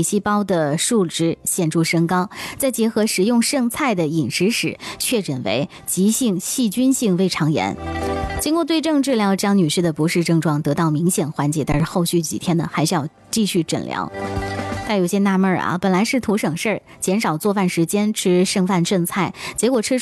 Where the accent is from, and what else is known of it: Jiangsu, China